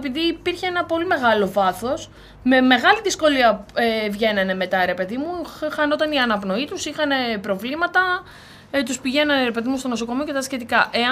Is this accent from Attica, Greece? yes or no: no; Kavala, Eastern Macedonia and Thrace, Greece; moved away; μεγάλωσα στην επαρχία, στην Καβάλα